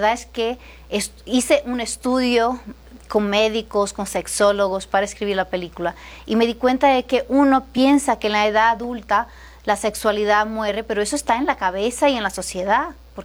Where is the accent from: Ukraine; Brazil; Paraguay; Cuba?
Brazil; now in Mexico; Yo nací en Brasil, vivo en México.